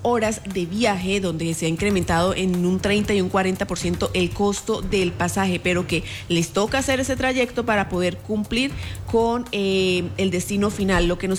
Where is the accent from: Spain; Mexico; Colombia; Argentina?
Colombia; El Carmen, Norte de Santander; born there; moved away; Hoy mi pueblo está cumpliendo 340 años de fundación, el Carmen Norte de Santander.